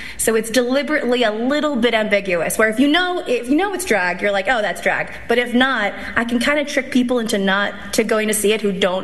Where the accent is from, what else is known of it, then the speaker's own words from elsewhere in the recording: Canada; So, and I'm Canadian, so it's even worse.